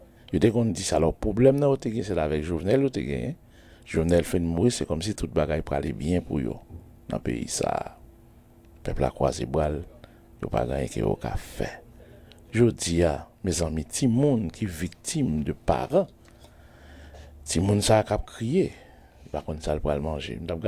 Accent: Haiti; Moi-même, je suis humain, je suis un haïtien, je suis un père de famille, je suis un grand-père.

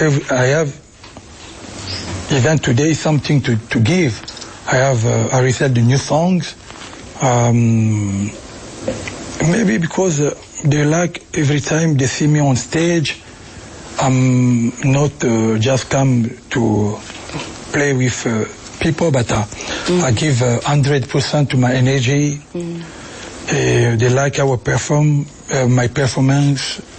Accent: Kinshasa, DR Congo; English is a second language; moved away as an adult; also born or lived in Paris; I was when because I grew up in Kinshasa and I go to the Paris when I was I used to be a little bit, you know, like 19, 20.

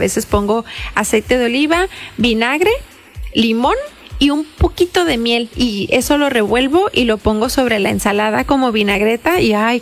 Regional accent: Tijuana, Baja California, Mexico; Ay, pues soy de Tijuana.

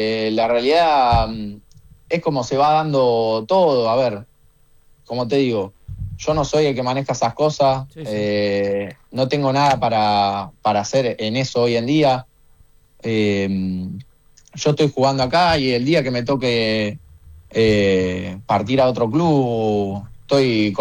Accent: Rosario, Santa Fe, Argentina; also born or lived in Gualeguaychú, Entre Ríos; soy más rosarino que entrerriano, es la realidad.

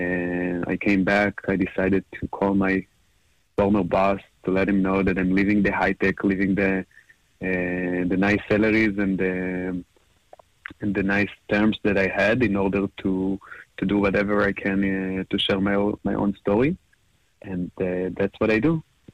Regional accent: Holon, Tel Aviv District, Israel; English is a second language; asked me to come to share my own story in front of his co-friends to the club that he goes in Holon, my hometown.

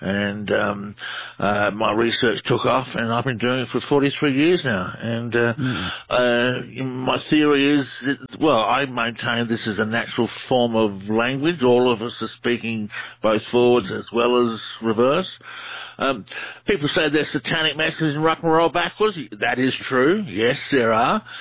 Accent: Australia; Right in an area of the country called the Oregon Outback, which I thought was quite ironic because I'm from the Outback.

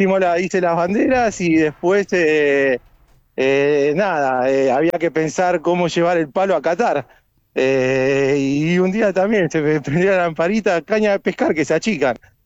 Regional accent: Mataderos, Buenos Aires, Argentina; somos del barrio de Matadero, somos del barrio de ….

